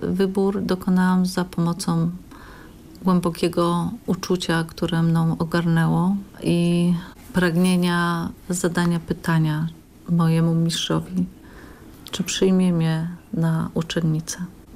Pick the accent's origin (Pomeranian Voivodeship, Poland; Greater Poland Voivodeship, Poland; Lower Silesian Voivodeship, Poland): Lower Silesian Voivodeship, Poland; Nowa Ruda; born there; Urodziłam się w Nowej Rudzie w 1966 roku.